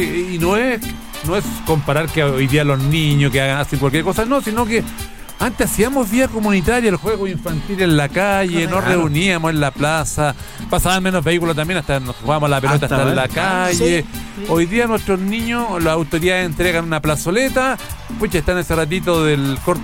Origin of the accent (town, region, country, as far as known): Antofagasta, Chile